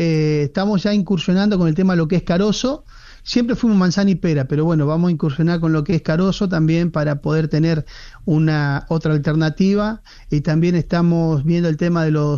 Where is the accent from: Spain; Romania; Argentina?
Argentina; te das cuenta que soy argentino?